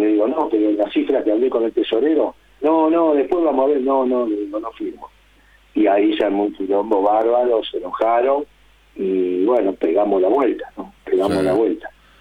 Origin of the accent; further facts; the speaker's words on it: Ramos Mejía, Buenos Aires Province, Argentina; yo nací en Ramos Mejía